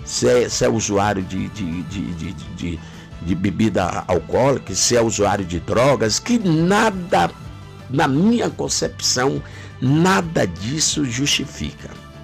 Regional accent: Eunápolis, Bahia, Brazil; also born or lived in Guaratinga; minha cidade natal. Fico triste também, saí de Guaratinga, eu tinha vindo de berço, né? Vim de berço para Eunápolis

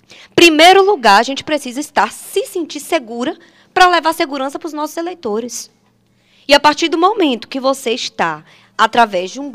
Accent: Coração de Maria, Bahia, Brazil; Coração de Maria é minha terra.

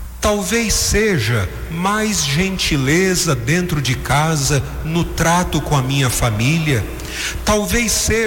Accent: Brazil; a todos nós brasileiros

